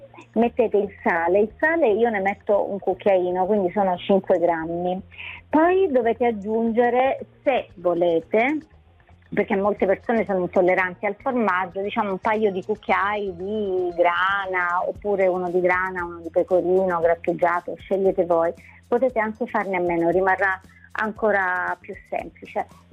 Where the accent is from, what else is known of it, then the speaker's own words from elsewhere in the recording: Apulia, Italy; sono salentina